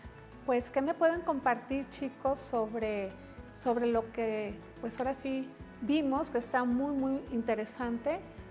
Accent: Mexico; muy querida por todos nosotros los mexicanos

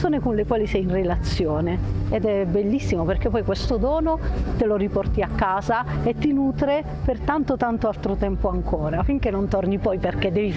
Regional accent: Foggia, Apulia, Italy; Io vengo da Foggia

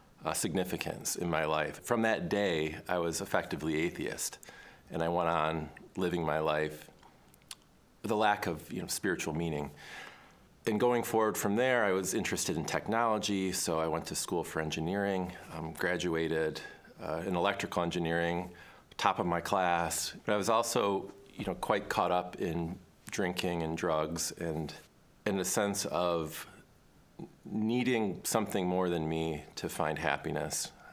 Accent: Michigan, United States; now in New York, United States; I'm a seminarian in New York. But I grew up in Michigan through the 90s.

